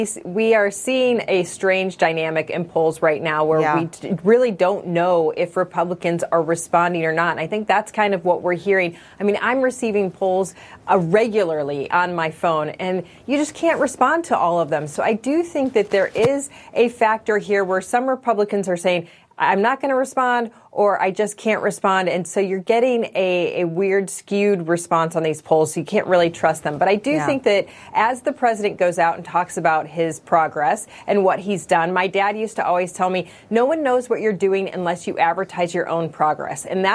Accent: Michigan, United States; my home state of Michigan

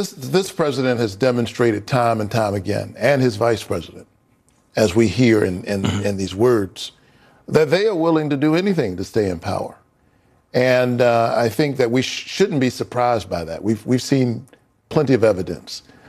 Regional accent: Georgia, United States; I'm from Georgia

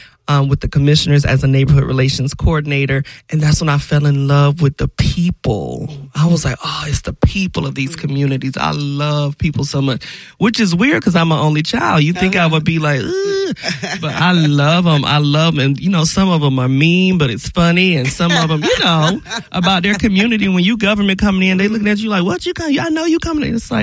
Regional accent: Orlando, Florida, United States; Well, I grew up in Pine Hills, Orlando. You know, graduated from Evans High School.

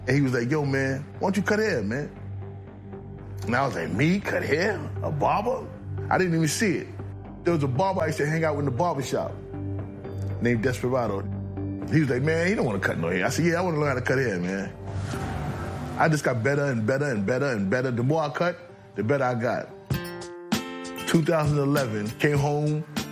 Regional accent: New York City, New York, United States; I'm born and raised in Queens.

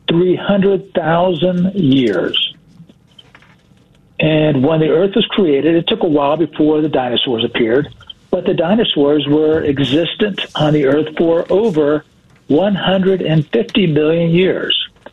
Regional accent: Ohio, United States; moved away as an adult; now in Philippines; I grew up in Ohio. I was a Buckeye.

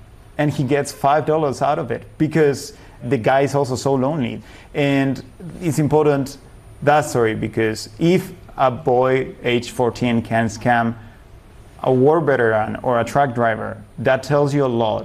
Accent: Spain; We are from Spain, and we are three brothers, and I'm the youngest.

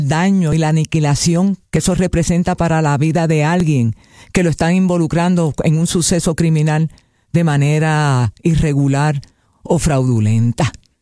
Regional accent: Puerto Rico; eso me enorgullece como puertorriqueña.

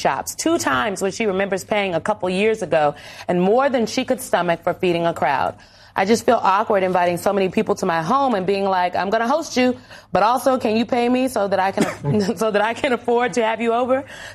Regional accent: Nebraska, United States; I'm from Nebraska, y'all, so I care a lot about the beef.

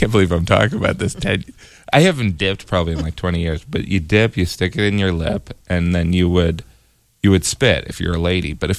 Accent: Indiana, United States; I used to dip when I was growing up. I'm from Indiana, so, you know.

